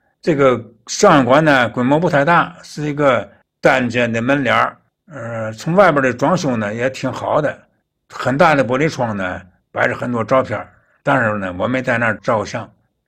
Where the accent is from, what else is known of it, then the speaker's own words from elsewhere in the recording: Tianjin, China; 我呢，现在对钱德庄西南楼一带的感情啊，已经早超过了对这个我出生地西工厂那一带的感情了